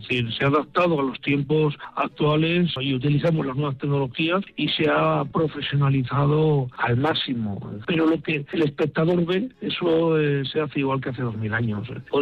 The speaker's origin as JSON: {"language": "Spanish", "town": "Ermua", "region": "Basque Country", "country": "Spain", "tie": "born or raised there", "said": "el teatro de mi pueblo, el Cinema Ermua"}